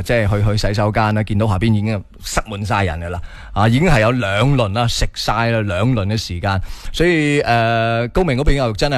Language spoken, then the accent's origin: Cantonese; Guangdong, China; 因为食嘢都好啱我哋广东人胃口嘅噃。